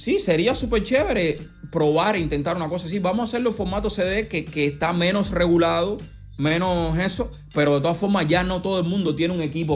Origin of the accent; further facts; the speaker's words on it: Cuba; moved away; Yo me fui de Cuba en el 2017, 2018.